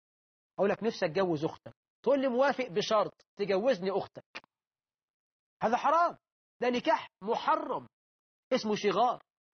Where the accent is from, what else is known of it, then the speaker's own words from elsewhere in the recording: Egypt; عندنا في مصر